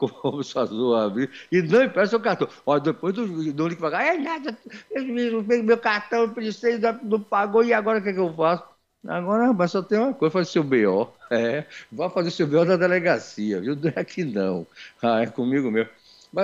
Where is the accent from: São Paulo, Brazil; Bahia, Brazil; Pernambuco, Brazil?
Bahia, Brazil; que eu sou de Jacuípe